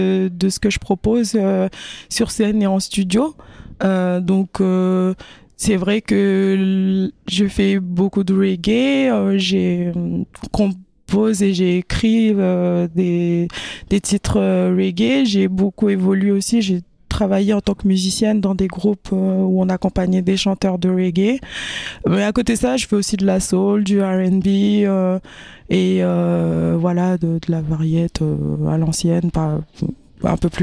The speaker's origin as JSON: {"language": "French", "town": "Paris", "region": "Île-de-France", "country": "France", "tie": "born or raised there", "also_born_or_lived": "Kanaky, New Caledonia", "said": "Originaire de Kanaky, Nouvelle-Calédonie, donc je me perçois plutôt comme une femme kanak et hexagonale française aussi, parce que voilà, il y a cette culture-là. Moi, je suis née ici, j'ai grandi ici"}